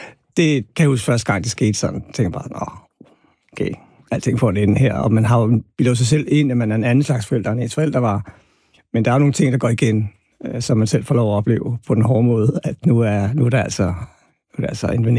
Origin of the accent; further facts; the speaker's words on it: Albertslund, Capital Region of Denmark, Denmark; fordi at jeg er vokset op i Albertslund på Villavej, og det, der hed Soveby.